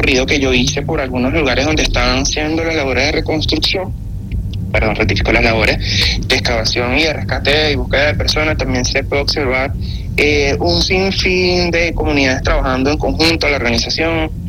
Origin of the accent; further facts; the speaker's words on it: Venezuela; esa de verdad que nos caracteriza como venezolanos, y que dentro de todo las personas siguen bajando, siguen colaborando y siguen prestando esa mano amiga o ese apoyo que nos caracteriza como venezolanos.